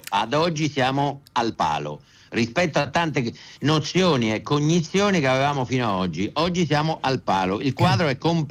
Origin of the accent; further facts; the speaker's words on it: Umbria, Italy; io sono umbro